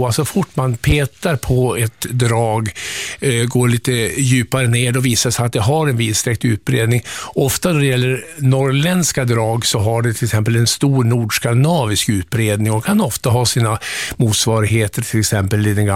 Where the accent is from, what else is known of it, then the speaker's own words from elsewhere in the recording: Västernorrland County, Sweden; now in Umeå, Sweden; jag är ju ångermanlänning också